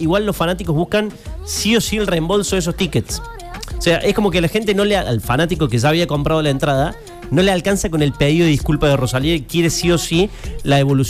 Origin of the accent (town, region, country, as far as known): Argentina